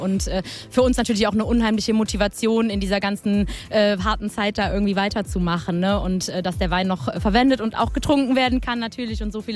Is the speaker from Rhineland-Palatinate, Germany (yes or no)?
yes; Rhineland-Palatinate, Germany; Ich komme ja hier aus Malchow auch